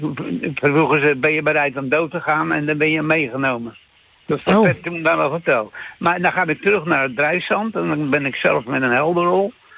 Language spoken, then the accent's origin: Dutch; Schiedam, South Holland, Netherlands; Ik ben in Schiedam geboren. Toen gingen we in de oorlog in Hendrik Ierwambach wonen. En toen weer terug naar Schiedam, naar de Brandersbuurt. Dat was een volksbuurt.